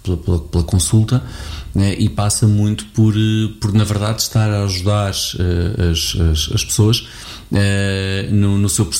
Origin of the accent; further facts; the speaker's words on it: Abrantes, Santarém, Portugal; moved away as an adult; tenho 50 anos, nasci em 1975, no Rio ao Sul do Tejo, Abrantes, e portanto é um bocadinho esta a minha história aqui, e vivi a minha vida em Abrantes até aos 18 anos, mas já não vivo cá